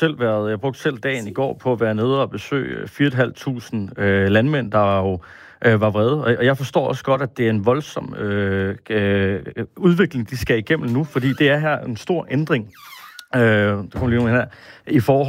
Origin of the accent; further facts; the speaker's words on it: Aabenraa, Region of Southern Denmark, Denmark; Jeg kommer selv ned fra Åbenrå og har været vant til at fiske i Åbenrå Fjord hele min barndom.